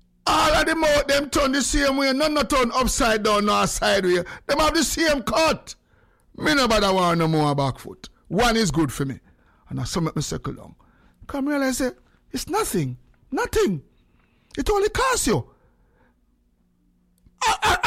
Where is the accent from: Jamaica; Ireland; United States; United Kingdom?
Jamaica; Remember, we come from Jamaica. Music, our message, you know? For those who don't know, we are Jamaican men. Our message, 99% of our lifestyle from Jamaica is music.